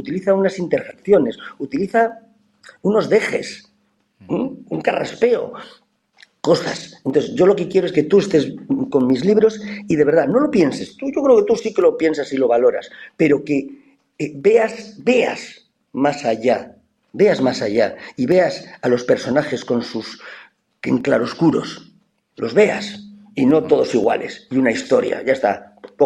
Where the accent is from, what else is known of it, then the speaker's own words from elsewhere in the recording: Bilbao, Basque Country, Spain; Como buen bilbaíno del Atlético de Bilbao.